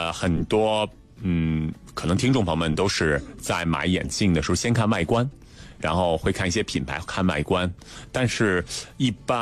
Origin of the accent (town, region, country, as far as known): China